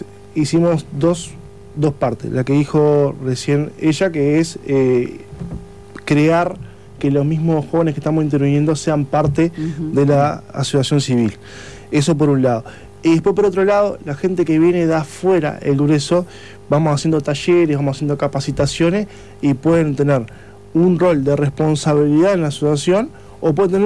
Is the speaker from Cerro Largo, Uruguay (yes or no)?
no; Maldonado, Uruguay; Cuando yo me crié en Maldonado Nuevo, cuando yo era chico, que había asentamiento